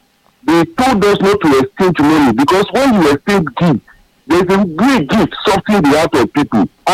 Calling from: Ikeja, Lagos, Nigeria; I'm calling from Ikeja.

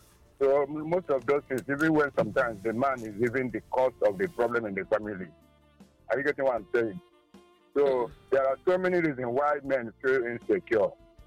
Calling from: Enugu, Enugu State, Nigeria; I'm calling from Enugu.

